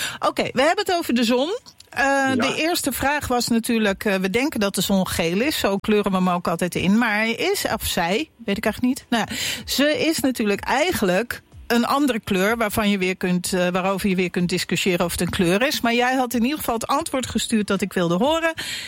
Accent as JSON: {"language": "Dutch", "town": "Kampen", "region": "Overijssel", "country": "Netherlands", "said": "Ik kom ook uit Kampen."}